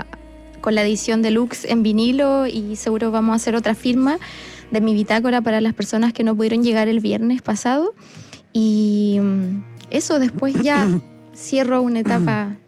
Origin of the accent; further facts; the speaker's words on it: Valdivia, Los Ríos, Chile; moved away; mi ciudad natal.